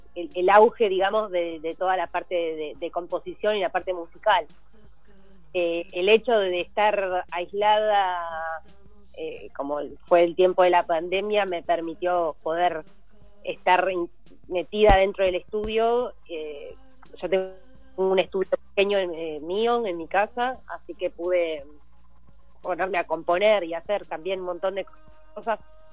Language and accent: Spanish; Colón, Entre Ríos, Argentina; moved away as an adult; also born or lived in Buenos Aires; yo a los 18 años me fui de Colón, me fui a vivir a Buenos Aires, estuve unos años allá. Y bueno, recién en el 2020, en la pandemia, volví a Colón, en principio por 2 semanas, pero me terminé quedando a vivir